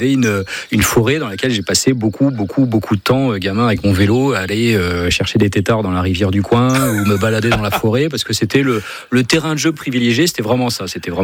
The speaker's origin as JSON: {"language": "French", "town": "Valognes", "region": "Normandy", "country": "France", "tie": "born there", "said": "Moi, je suis né à Valognes en 1973, parce que mes parents s'étaient installés, alors ils venaient de Gironde"}